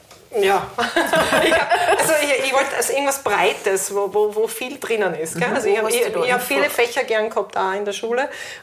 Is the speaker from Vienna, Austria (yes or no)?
no; Fehring, Styria, Austria; Also, eigentlich komme ich aus der Oststeiermark. Ich bin in Fähring aufgewachsen und dann meine Schulstationen in Fürstenfeld und Feldbach.